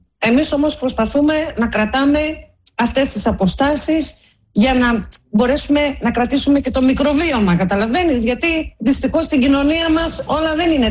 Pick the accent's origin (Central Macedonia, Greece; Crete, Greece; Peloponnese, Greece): Central Macedonia, Greece; Trilofo; also born or lived in Monospita, Naousa; Να δώσω πολλούς χαιρετισμούς στα χωριά μου, στον Τρίλοφο της Βέρειας και στα Μονόσπιτα της Νάουσας.